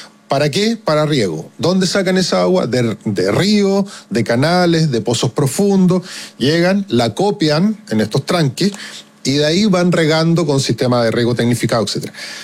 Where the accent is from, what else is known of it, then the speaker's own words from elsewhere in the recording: Chile; como chilenos somos bien antichilenos.